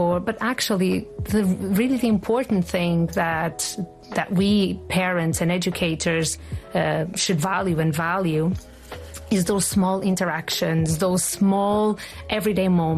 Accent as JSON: {"language": "English", "town": "Porto", "region": "Porto District", "country": "Portugal", "lives_now": "Oman", "said": "Well, I am from Porto, from Portugal, and I've worked in education for about, until now, for about 25 years."}